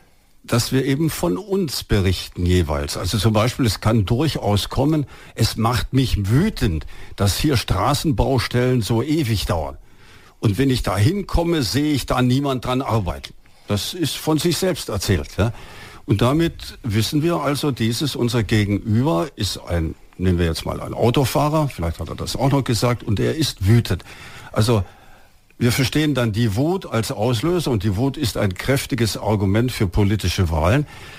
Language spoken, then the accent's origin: German; Osnabrück, Lower Saxony, Germany; Ich bin aus Osnabrück. Ich lebe seit 32 Jahren in Osnabrück.